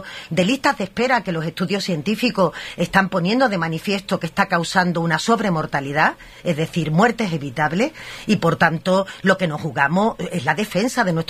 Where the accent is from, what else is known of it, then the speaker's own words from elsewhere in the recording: Andalusia, Spain; porque la visión del sur que traemos las personas que somos de Andalucía, igual que otros compañeros la traen de otras partes del territorio, enriquece, ¿no?, este debate.